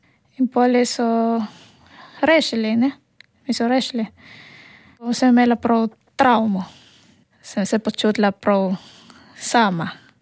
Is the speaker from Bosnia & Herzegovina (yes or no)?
no; Batangas City, Calabarzon, Philippines; Slovenian is a second language; moved away as an adult; now in Nova Gorica, Slovenia; Prihajam iz Batangas mesta.